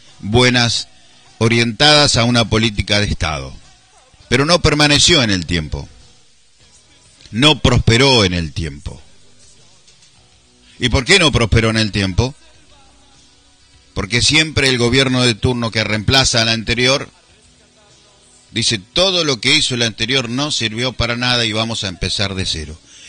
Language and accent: Spanish; Argentina; como argentinos que somos